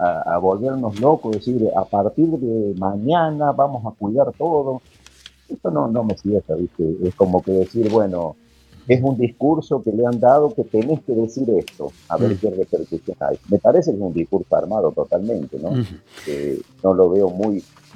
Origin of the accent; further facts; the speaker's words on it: Argentina; saben que somos argentinos porque vamos con el termo y el mate